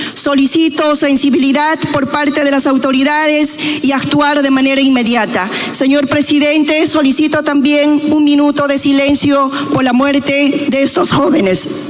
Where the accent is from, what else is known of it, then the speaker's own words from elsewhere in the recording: Chumbivilcas, Cusco, Peru; mi tierra Chumbivilcas